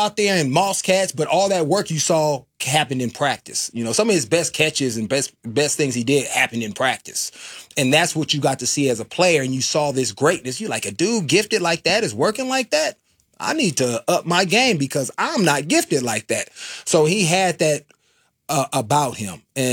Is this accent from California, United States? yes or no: yes; Oakland, California, United States; He knows I'm from Oakland.